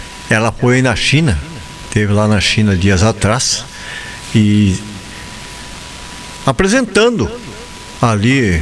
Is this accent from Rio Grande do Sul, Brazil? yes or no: yes; São Nicolau, Rio Grande do Sul, Brazil; lá de São Nicolau, onde eu me criei na primeira querência